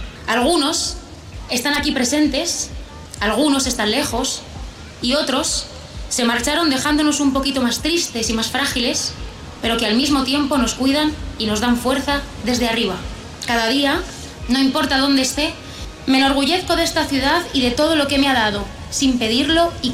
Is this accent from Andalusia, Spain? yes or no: no; Logroño, La Rioja, Spain; born there; moved away; soy logroñesa, riojana de pura cepa. Logroño es y será siempre la cuna de mi corazón y el camino seguro hacia el hogar.